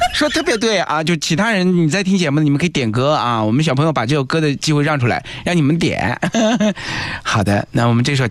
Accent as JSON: {"language": "Chinese", "town": "Hefei", "region": "Anhui", "country": "China", "tie": "born or raised there", "said": "我们老家在安徽合肥，你看吧，合肥旁边的一个灿烂子头啊，在一个村落里面"}